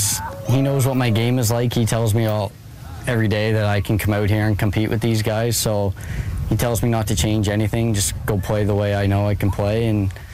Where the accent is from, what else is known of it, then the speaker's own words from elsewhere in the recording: New Brunswick, Canada; my first event to be in my hometown.